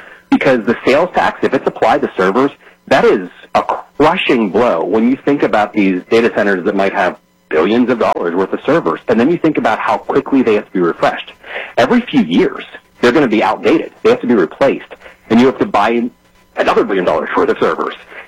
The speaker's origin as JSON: {"language": "English", "country": "United States", "said": "as an American"}